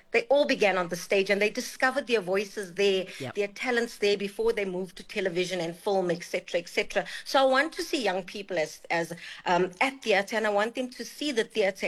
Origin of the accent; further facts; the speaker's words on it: Durban, KwaZulu-Natal, South Africa; I'm from KZN, I'm from Durban. I was at the Playhouse every other weekend